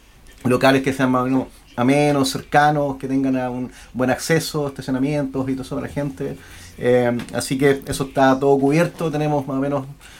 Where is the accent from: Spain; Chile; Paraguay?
Chile